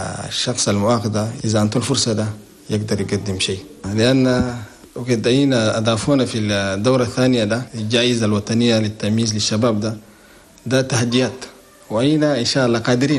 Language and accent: Arabic; Chad; بلدنا تشاد.